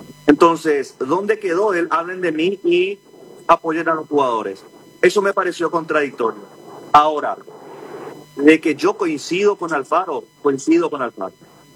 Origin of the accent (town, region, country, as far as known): Paraguay